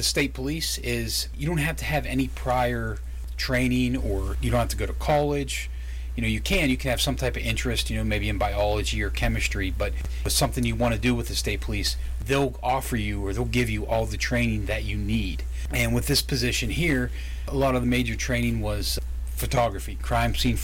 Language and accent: English; Pennsylvania, United States; Eventually got the opportunity to come back to my hometown, which is Troop D that we're in now.